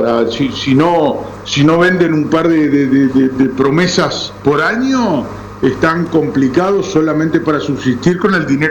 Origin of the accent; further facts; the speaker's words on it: Uruguay; como decimos los uruguayos